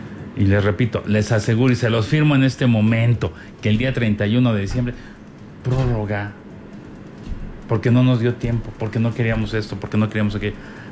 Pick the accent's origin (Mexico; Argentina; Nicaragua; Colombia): Mexico; somos buenos mexicanos, buenísimos mexicanos.